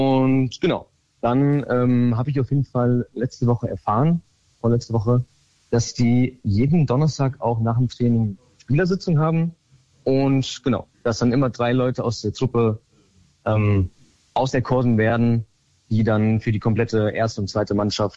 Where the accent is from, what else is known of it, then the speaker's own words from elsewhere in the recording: Giessen, Hesse, Germany; born there; Ich komme hier aus Gießen